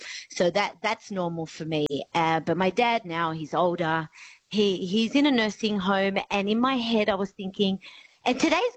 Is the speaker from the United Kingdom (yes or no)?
no; Argentina; To be honest, look, I love a lot of the Latino teams. I am from Argentina.